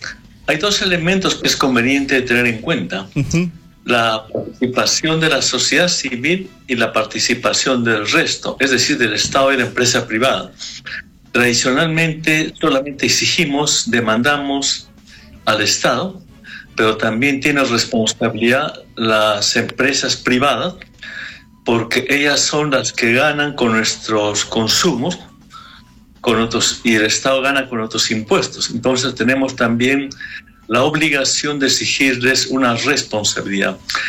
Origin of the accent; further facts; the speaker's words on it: Arequipa, Peru; moved away; hace poco que he retornado a mi tierra Arequipa